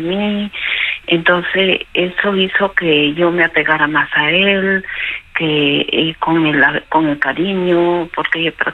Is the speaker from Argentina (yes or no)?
no; Peru; moved away; Bueno, mire, yo soy peruana, llevo varios años aquí